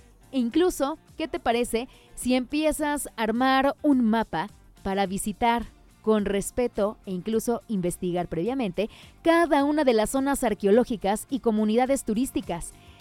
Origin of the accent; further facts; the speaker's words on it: Mexico; nos da identidad y fortaleza como mexicanos y mexicanas